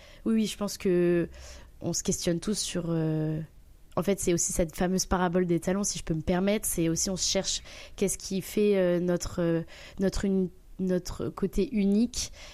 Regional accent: Lille, Hauts-de-France, France; Je découvre une région qui n'est pas mon climat, étant donné que je viens de Lille.

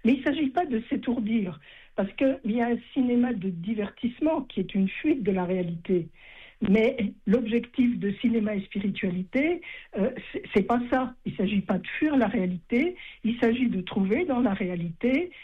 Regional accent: Lyon, Auvergne-Rhône-Alpes, France; Elle fonctionne à Lyon et à Dieulefit, parce que je suis lyonnaise d'origine.

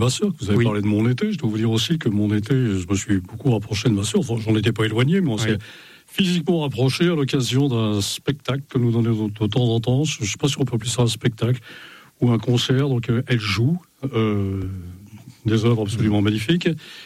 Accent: Brittany, France; Moi, je suis un vrai breton. Mmh. Et comme tous les bretons, je suis un breton de migrateur. Et ce n'est pas hasard si mon père m'a fait naître en dehors des murs de Bretagne.

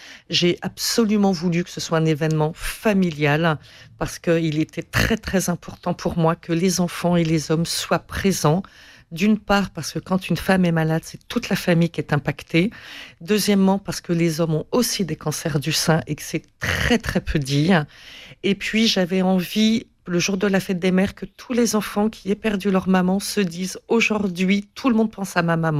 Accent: Paris, Île-de-France, France; now in Montpellier, France; Je suis parisienne, je connaissais cette course à pied.

